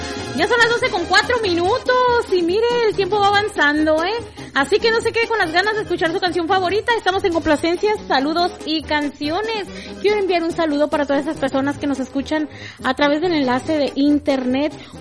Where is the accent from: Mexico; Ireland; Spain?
Mexico; now in Central Valley, California, United States; Los que somos de México sabemos cuáles.